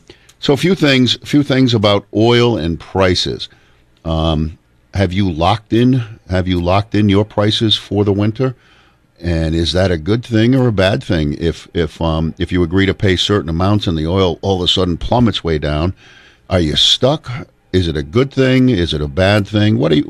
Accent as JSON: {"language": "English", "town": "Killingly", "region": "Connecticut", "country": "United States", "tie": "born or raised there", "also_born_or_lived": "Brooklyn, Connecticut", "lives_now": "Putnam, United States", "said": "I grew up in Killingly, Young, and Brooklyn when I hit my sophomore year in high school. We lived in Brooklyn for a lot of years. Then I lived all over before, and then I moved back to Brooklyn and then to Putnam over here."}